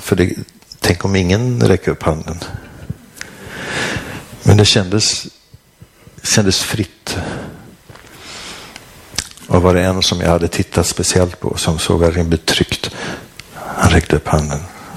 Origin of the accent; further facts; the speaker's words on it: Sweden; jag är präst från Sverige.